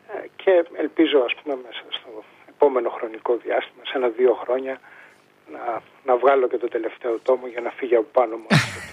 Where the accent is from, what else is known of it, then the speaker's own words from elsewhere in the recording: Thessaloniki, Central Macedonia, Greece; μεγάλωσα στη Θεσσαλονίκη